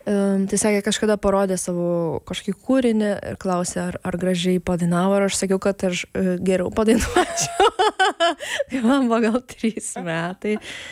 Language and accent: Lithuanian; Panevėžys, Panevėžys County, Lithuania; Aš užaugau Panevėžy.